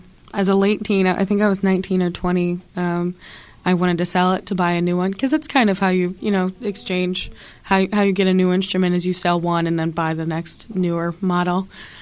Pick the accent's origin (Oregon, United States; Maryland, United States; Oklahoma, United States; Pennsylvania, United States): Pennsylvania, United States; Dormont; I'm actually from Pittsburgh. I grew up in Dormont, and then moved back from college, ended up going to Dormont again.